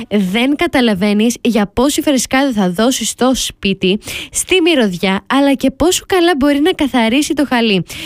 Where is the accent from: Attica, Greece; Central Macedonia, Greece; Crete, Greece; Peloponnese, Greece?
Central Macedonia, Greece; Thessaloniki; γιατί είμαι από τη Θεσσαλονίκη.